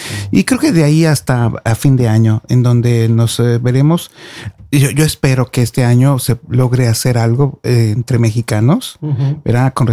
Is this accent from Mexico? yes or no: yes; Mexico; Ojalá y los mexicanos podamos dar ese testimonio, ¿verdad?